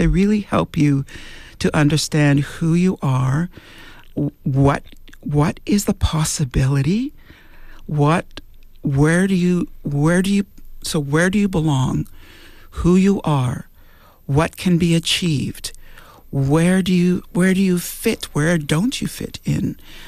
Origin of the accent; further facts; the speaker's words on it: Temagami, Ontario, Canada; When I grew up in Tomogamy, Northern Ontario, but I think this is true for all across Canada, really